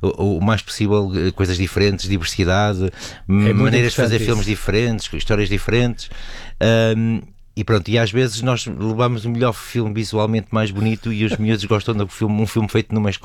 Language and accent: Portuguese; Porto, Norte, Portugal; Eu sou do Porto, não é?